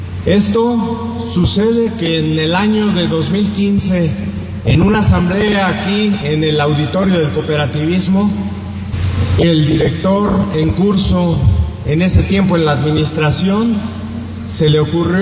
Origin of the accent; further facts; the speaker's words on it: Hidalgo, Mexico; yo soy hidalguense